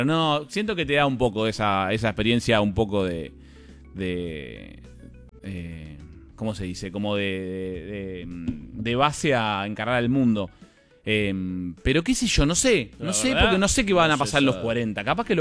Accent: La Plata, Buenos Aires Province, Argentina; yo soy un niño de La Plata

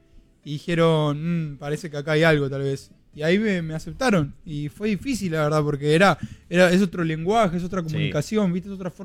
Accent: Florencio Varela, Buenos Aires Province, Argentina; Además me crié en Varela, en bosques, es como que ya está, ya me curtí, claro.

